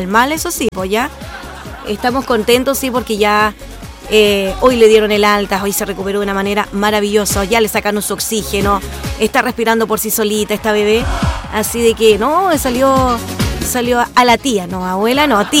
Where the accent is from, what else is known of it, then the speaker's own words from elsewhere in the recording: Chile; somos chilenos, por cierto.